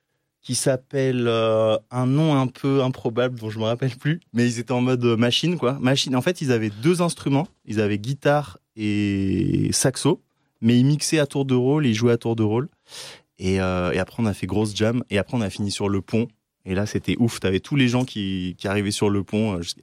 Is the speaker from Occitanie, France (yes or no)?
yes; Occitanie, France; Moi, je suis de l'Hérault pour le coup.